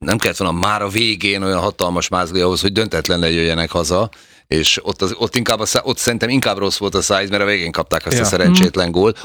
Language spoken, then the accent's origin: Hungarian; Hungary; ott valahol mondtam, hogy magyar vagyok, 3 napig nem engedtek fizetni.